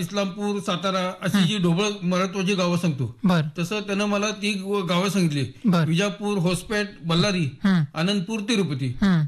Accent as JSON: {"language": "Marathi", "town": "Sangli", "region": "Maharashtra", "country": "India", "tie": "born or raised there", "said": "माझं बालपण सराफकटा इथं तानोडे पुस्तक दुकानच्या गल्लीमध्ये झालेलं आहे आणि आरवाडे स्कूलमध्ये माझं प्राथमिक शिक्षण झालेलं आहे."}